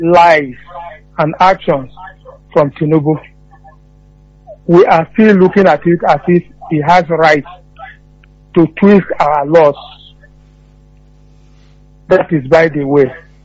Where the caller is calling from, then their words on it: Enugu, Enugu State, Nigeria; I'm calling you from Enugu.